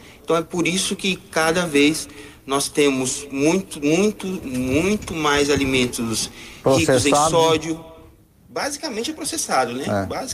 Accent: Rondônia, Brazil; moved away as an adult; eu sou do estado de Rondônia e vim para cá terminar

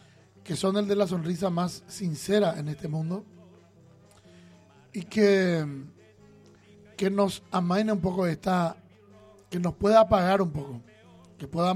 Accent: Paraguay

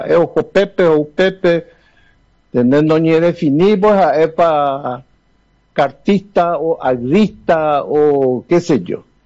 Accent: Pedro Juan Caballero, Amambay, Paraguay; como buen pedrojuanino, como buen paraguayo

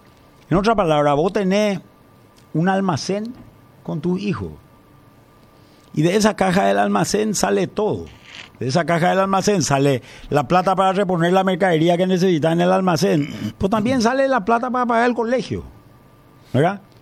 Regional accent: Paraguay

